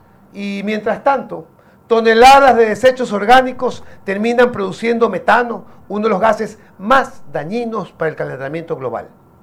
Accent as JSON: {"language": "Spanish", "town": "Guayaquil", "region": "Guayas", "country": "Ecuador", "moved": "as an adult", "lives_now": "Samborondón, Ecuador", "said": "yo soy guayaquileño, estoy viviendo en Zamorondón hace mucho tiempo"}